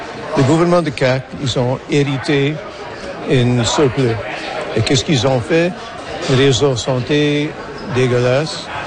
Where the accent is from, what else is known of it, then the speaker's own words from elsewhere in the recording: Quebec City, Quebec, Canada; born there; Je suis né à Québec, je parle en français en dépit du système scolaire à l'époque.